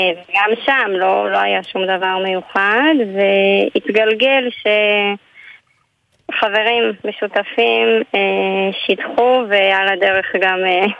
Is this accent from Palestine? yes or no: yes; Kiryat Arba, West Bank, Palestine; אני ואורי גדלנו בקריית ארבע, אז כל שנות הנאורים כבר הכרנו אחד את השני